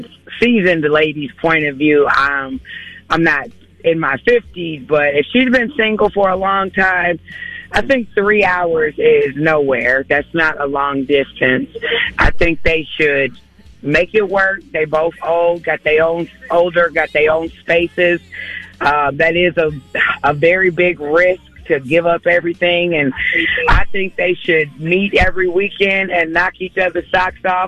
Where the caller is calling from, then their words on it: Minneapolis, Minnesota, United States; I'm calling from Minneapolis.